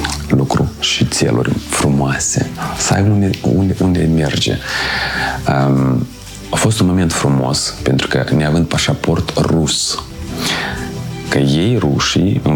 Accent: Moldova; moved away as an adult; Sunt din Moldova

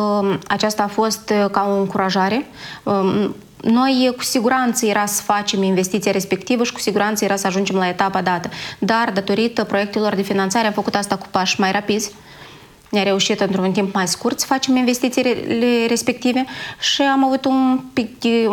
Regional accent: Molovata Nouă, Dubăsari District, Moldova; Eu sunt de Baștină din Mulovata Nouă.

